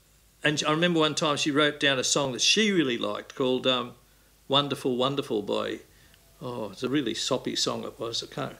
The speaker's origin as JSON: {"language": "English", "town": "Melbourne", "region": "Victoria", "country": "Australia", "tie": "born or raised there", "said": "I grew up in West Heidelberg, in the Housing Commission area, where most people just played football. I grew up during the Olympic Games period"}